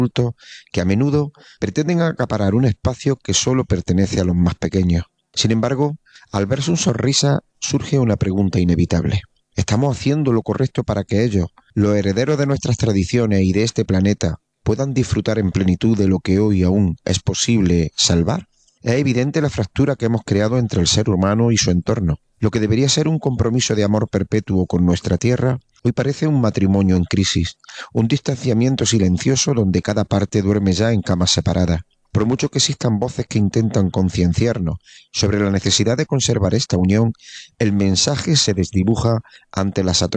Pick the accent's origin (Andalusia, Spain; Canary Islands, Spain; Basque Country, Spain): Andalusia, Spain; recordar el lema que nos define como andaluces, sea por Andalucía Libre, España y la humanidad.